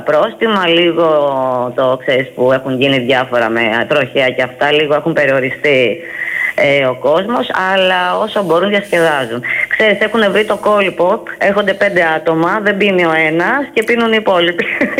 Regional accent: Athens, Attica, Greece; γιατί από εκεί είμαι, από την Αθήνα είμαι, άσχετα αν έχω και εδώ πέρα συγγενείς, φίλους κτλ.

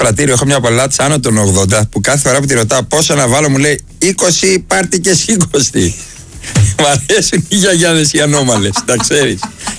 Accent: Arta, Epirus, Greece; Εγώ δεν είμαι από το Λακαλανί, είμαι από την Άρτα.

